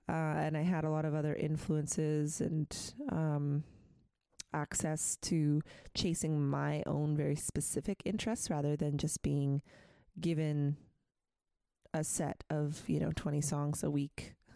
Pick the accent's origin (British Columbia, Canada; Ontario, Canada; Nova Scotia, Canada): British Columbia, Canada; Prince George; when I was growing up in Prince George.